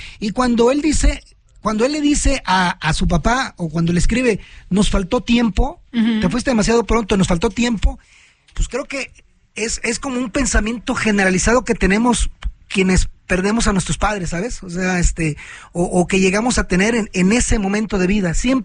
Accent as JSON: {"language": "Spanish", "country": "Mexico"}